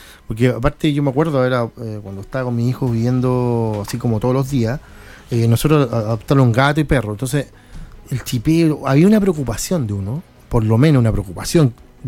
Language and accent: Spanish; Valparaíso, Chile; moved away; los que vivimos ahí, los que somos de allá